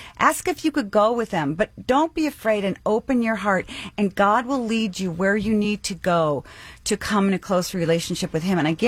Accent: Boston, Massachusetts, United States; And I had my first top choices were Boston. I was from Boston.

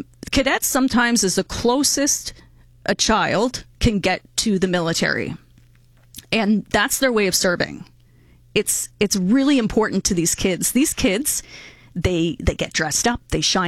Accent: Canada; because I guess because we're Canadian.

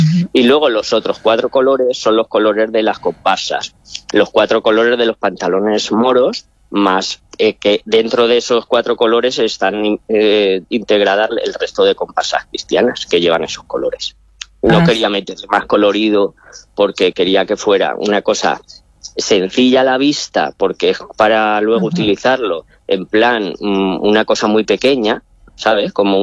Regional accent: Morocco; Pero en el fondo soy marroquí.

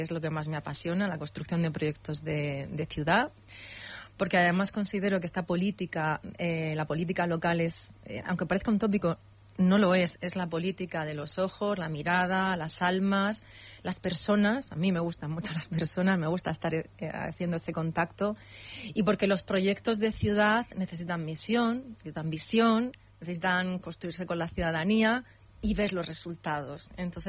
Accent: Murcia, Region of Murcia, Spain; born there; moved away as an adult; now in Community of Madrid, Spain; yo nací en Murcia, o sea, es así. El lugar en el que naces no lo eliges, y soy murciana. Pero soy una murciana madrileña. Tengo 49 años y llevo desde los 21 viviendo en la Comunidad de Madrid.

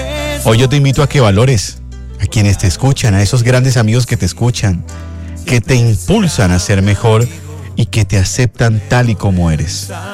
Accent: Barranquilla, Atlántico, Colombia; now in Bogotá, Colombia; Ambos somos de Barranquilla. Cuando vivíamos en Barranquilla, estando más cerca, nos veíamos muy poco. Y ahora que estamos aquí en Bogotá

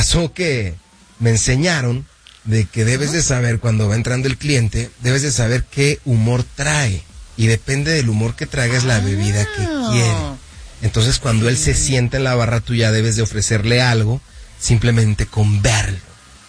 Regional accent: Mexico; Y le dije, de México

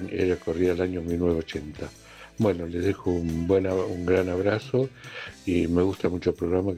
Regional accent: Mendoza, Argentina; Hola, Tiburón. Buenas noches. Saludos para vos y todos tus compañeros. Yo soy de Mendoza.

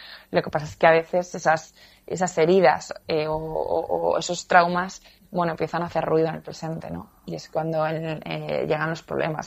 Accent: Zaragoza, Aragon, Spain; also born or lived in San Sebastián; yo soy de Zaragoza

